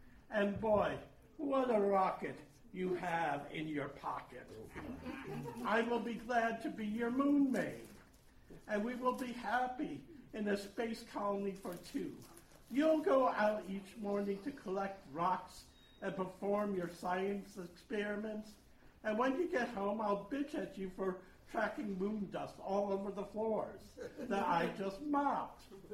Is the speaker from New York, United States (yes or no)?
yes; Elmira, New York, United States; when I grew up in Elmira, New York.